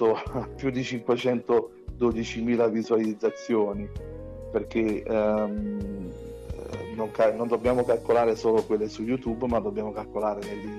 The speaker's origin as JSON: {"language": "Italian", "town": "Naples", "region": "Campania", "country": "Italy", "tie": "born or raised there", "said": "io sono nato e cresciuto a Napoli"}